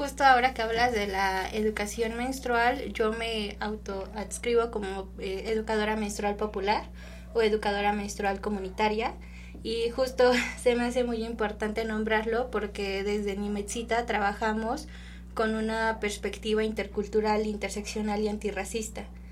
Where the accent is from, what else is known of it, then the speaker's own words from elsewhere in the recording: Mexico; es parte de nuestra identidad como mexicanos